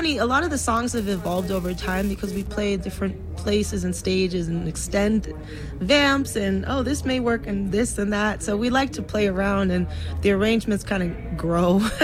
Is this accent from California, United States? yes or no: yes; Los Angeles, California, United States; I was an L.A. girl